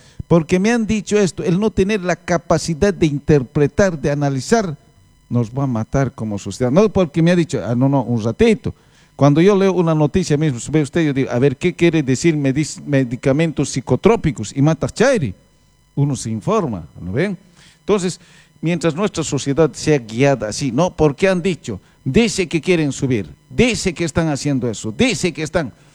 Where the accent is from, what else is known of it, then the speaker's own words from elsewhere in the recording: Bolivia; podemos tener esas diferencias como bolivianos